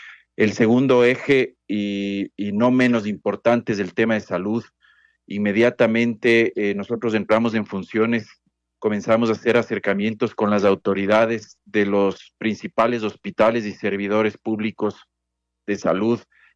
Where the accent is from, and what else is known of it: Ambato, Tungurahua, Ecuador